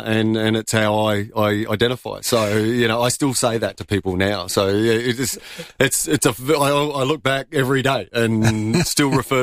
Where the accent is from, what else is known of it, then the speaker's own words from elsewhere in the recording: Modbury, South Australia, Australia; Modbury. I grew up in.